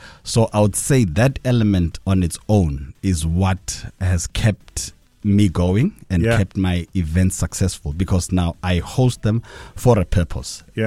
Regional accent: Eswatini; now in Durban, South Africa; is in Durban for 32 years now, born and raised in Swaziland. Obviously, my grandparents were from Pongola, migrated to Swaziland.

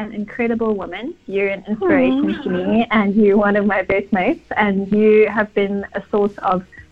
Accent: Cape Town, Western Cape, South Africa; moved away as an adult; now in Durban, South Africa; I'm from Durban, originally from Cape Town, but I've been here for about 11 years now.

